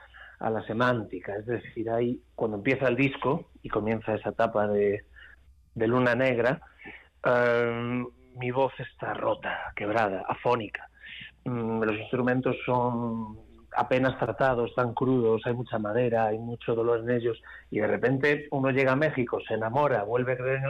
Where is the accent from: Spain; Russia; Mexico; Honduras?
Spain; Ferrol, Galicia; Lo cuento porque soy del 83, de Ferrol, y a los de mi quinta, como hablásemos de psicólogo, psiquiatra, depresión, nos apartaban de la pandilla